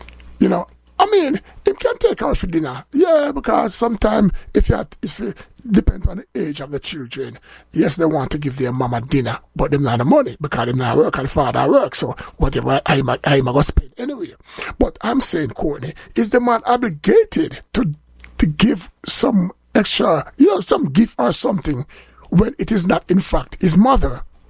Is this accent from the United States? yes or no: no; Jamaica; If you don't like me as a Jamaican, just because I'm a Jamaican